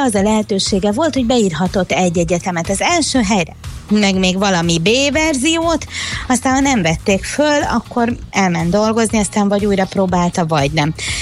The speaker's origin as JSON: {"language": "Hungarian", "region": "Budapest", "country": "Hungary", "said": "én ugye egy ilyen nagy belvárosi budapesti ember vagyok, szóval ezt nem tudnám sajnos letagadni"}